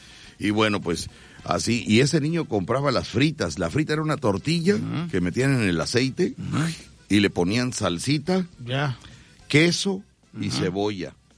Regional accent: Veracruz, Mexico; Pues ya sabes tú cómo somos los veracruzanos.

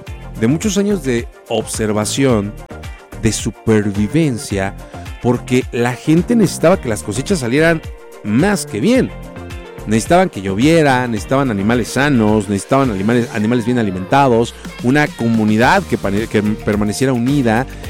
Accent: Mexico

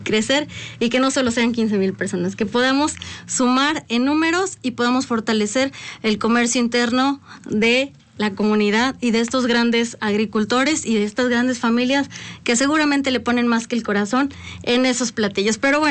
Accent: Mexico; lo que producimos como mexicanos y nuestro territorio

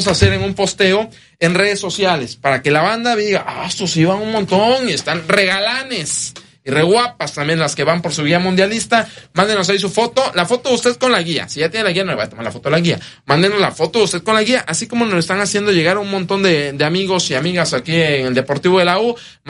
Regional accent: Córdoba, Veracruz, Mexico; moved away; soy de Córdoba. Suelo ir, no voy a decir cada cuánto tiempo, pero suelo ir constantemente.

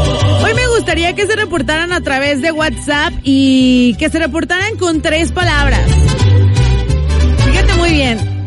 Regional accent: Mexico; Qué orgullo ser bien mexicana, la neta. ¡Qué orgullo ser mexicana!

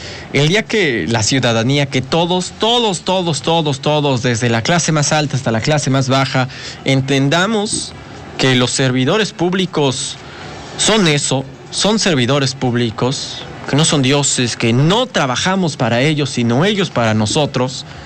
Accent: Mexico; Como mexicanos, sí, celebramos la independencia

